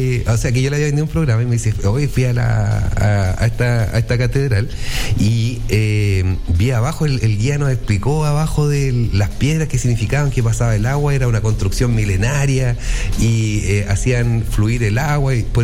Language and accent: Spanish; Chile; vengo de Chile